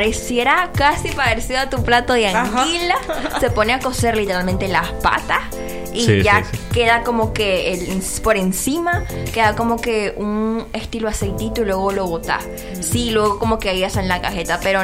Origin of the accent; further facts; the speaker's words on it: Masaya, Nicaragua; nadie me quita mis tierras masayenses. Yo amo Masaya, la verdad, creo que estoy tan enamorada de mi pueblo.